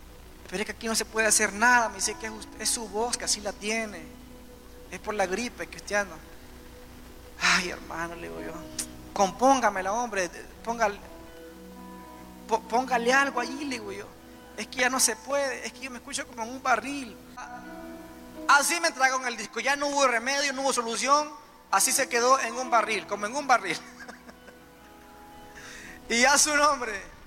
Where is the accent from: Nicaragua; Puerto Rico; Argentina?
Nicaragua; moved away; fue la canción que más me dio a conocer allá en mi país.